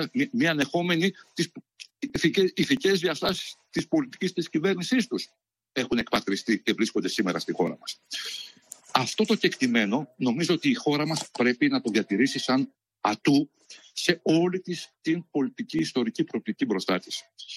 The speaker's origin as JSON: {"language": "Greek", "country": "Greece"}